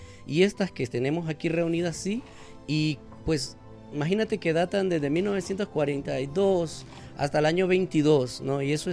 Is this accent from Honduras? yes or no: yes; Honduras; Entonces, al menos el cine que nos mira más a profundidad, sí, para como hondureños, porque en realidad también previo a eso habían grabaciones sobre Honduras